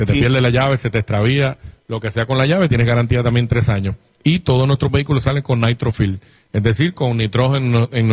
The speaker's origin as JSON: {"language": "Spanish", "country": "Venezuela", "moved": "yes", "lives_now": "Puerto Rico", "said": "yo soy venezolano, pero estoy súper orgulloso de tener 24 años en esta isla y de aquí me sacan en la cajita"}